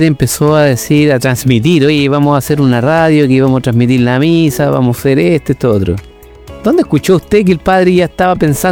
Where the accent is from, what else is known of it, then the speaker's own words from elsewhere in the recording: Santa Cruz, O'Higgins, Chile; yo me crié en Santa Cruz